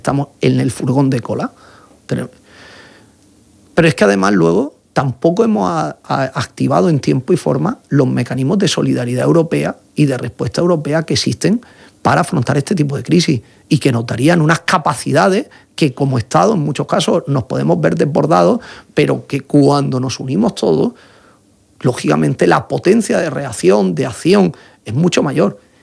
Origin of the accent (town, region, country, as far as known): Spain